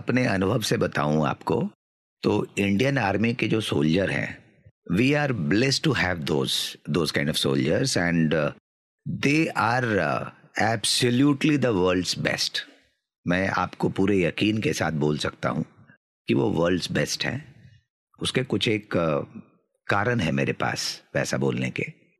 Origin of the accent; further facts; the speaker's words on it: Muzaffarpur, Bihar, India; moved away as an adult; now in Nashik, India; करीब 8-10 साल से हमारा बेस नासिक में ही है, तो आप अभी मुझे नासिक का भी कह सकते हैं, लेकिन मेरा जन्म बिहार के एक शहर मुजफ्फरपुर में हुआ, और शुरुआती की पढ़ाई मैंने वहीं करी, पेरेंट्स भी मेरे वहीं पे थे।